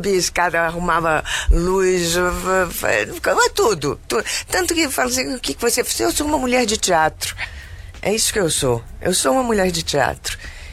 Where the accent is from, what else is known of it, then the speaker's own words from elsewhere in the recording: Rio de Janeiro, Brazil; now in São Paulo, Brazil; Sou natural do Rio de Janeiro.